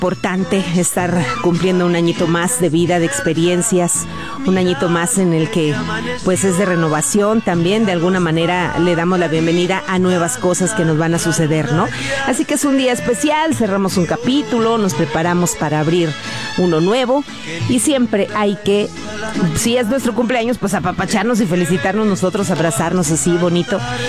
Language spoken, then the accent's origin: Spanish; Mexico; nosotros como mexicanos